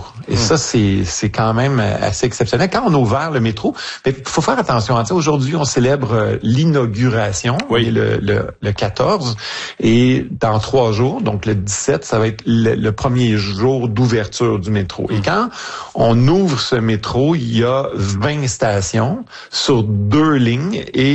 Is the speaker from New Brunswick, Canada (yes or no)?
no; Montreal, Quebec, Canada; chez nous à Montréal, c'est le maire Sarto Fournier qui est le maire de Montréal.